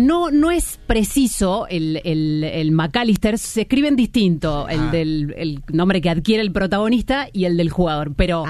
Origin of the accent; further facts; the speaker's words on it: Córdoba, Argentina; Pero soy argentina y de Córdoba capital